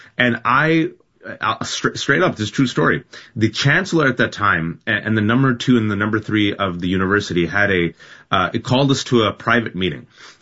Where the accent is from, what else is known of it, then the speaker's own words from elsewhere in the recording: California, United States; And, I born and raised in the Bay Area to Pakistani Muslim immigrant parents